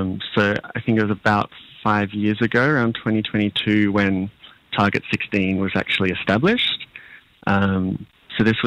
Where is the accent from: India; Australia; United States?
Australia; Canberra, Australian Capital Territory; born or raised there